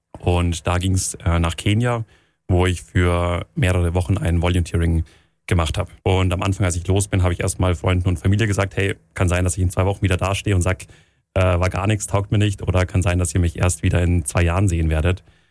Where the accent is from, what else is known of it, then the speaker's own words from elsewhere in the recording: Augsburg, Bavaria, Germany; 25 Jahre alt, geboren und aufgewachsen in Augsburg